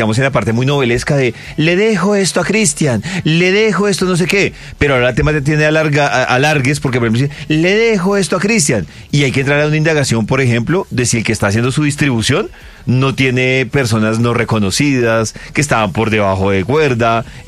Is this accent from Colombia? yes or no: yes; Bogotá, Colombia; yo siendo Rolo lo digo, me he dado cuenta, incluso hablándolo con gente de Medellín, de Cali, de otras ciudades